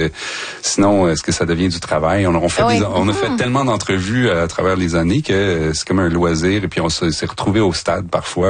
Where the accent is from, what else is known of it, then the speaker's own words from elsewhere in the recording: Canada; Ça se passe en plus en partie chez nous, à Toronto, à Vancouver.